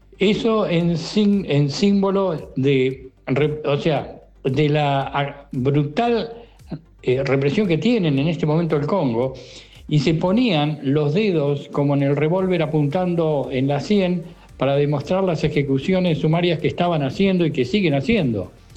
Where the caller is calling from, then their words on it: Bahía Blanca, Buenos Aires Province, Argentina; Argentina por siempre. … de Bahía Blanca.